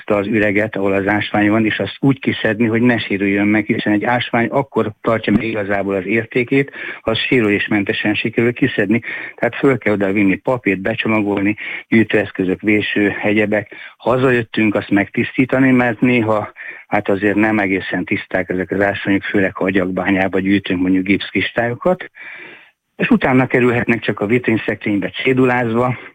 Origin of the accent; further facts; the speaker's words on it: Transdanubia, Hungary; moved away; also born or lived in Szeged; a Bakonyi faluban fölnőttem, több helyen is éltem a Bakony környékén